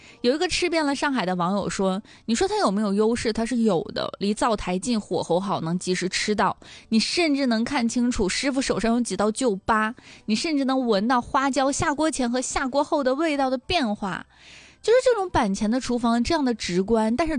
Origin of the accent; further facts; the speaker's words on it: southern China, China; 其实我们南方有非常多那种推着小摊儿的，